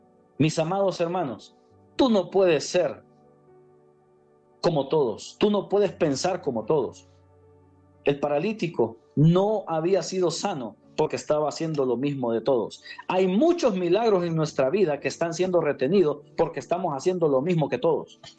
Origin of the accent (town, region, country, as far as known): Honduras